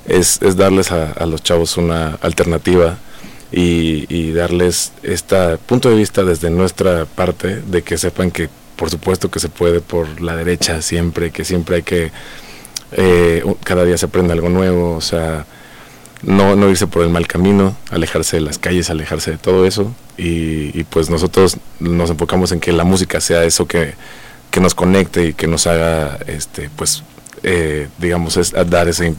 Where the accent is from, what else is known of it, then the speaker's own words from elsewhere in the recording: Mexico City, Mexico; originario de la Ciudad de México, igual que Johan.